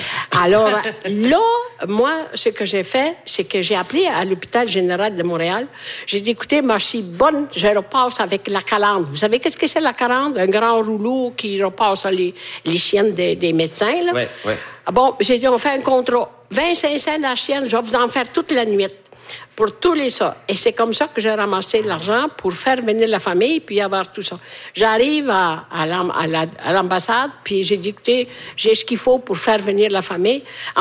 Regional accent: Italy; French is a second language; now in Canada; Chez nous, en Italie, il fait chaud.

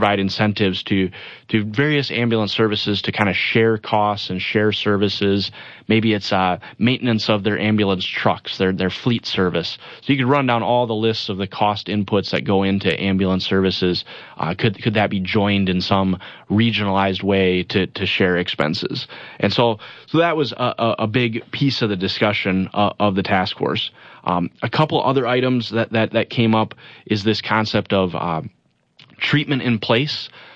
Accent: Brookings, South Dakota, United States; and then back home, I'm originally from Brookings, so I called the Sioux Falls area home

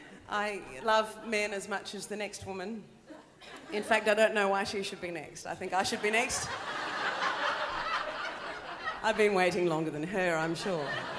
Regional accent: Central Coast, New South Wales, Australia; we sophisticated women of the Central Coast

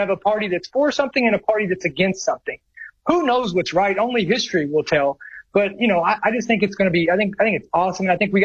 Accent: United States; we will never compromise the fact that we are an American first.

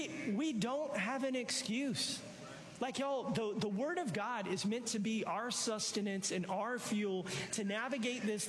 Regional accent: North Carolina, United States; I'm from North Carolina.

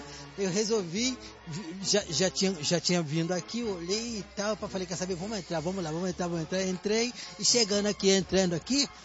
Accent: Belford Roxo, Rio de Janeiro, Brazil; Eu venho de Belfor Roxo

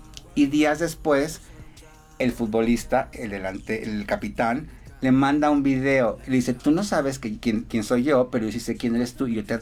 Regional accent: Michoacán, Mexico; amo mi tierra, amo México, amo Michoacán, mi corunda, mis uchepos, mi aporreadillo, todo eso.

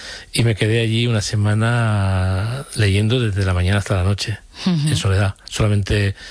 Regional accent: Córdoba, Andalusia, Spain; born there; es mi ciudad natal, uh-huh, Córdoba, que es, como todo el mundo sabe, la ciudad del mundo con más lugares

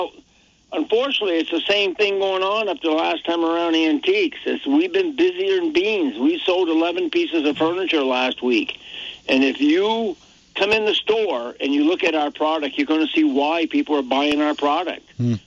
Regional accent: Barre, Vermont, United States; born there; I'm a Barry boy. I was born in Vermont

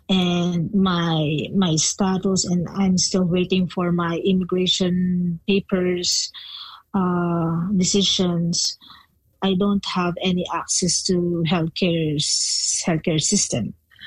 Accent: Philippines; English is a second language; moved away as an adult; now in Alberta, Canada; I came from the Philippines.

